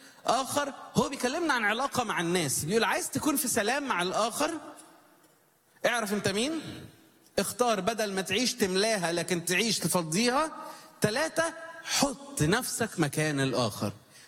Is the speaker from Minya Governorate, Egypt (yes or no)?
no; Cairo, Cairo Governorate, Egypt; وانا جاي من القاهرة.